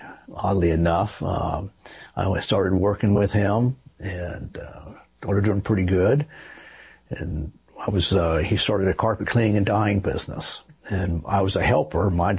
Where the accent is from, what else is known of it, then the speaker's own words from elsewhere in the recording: California, United States; born there; And so I was born in Southern California.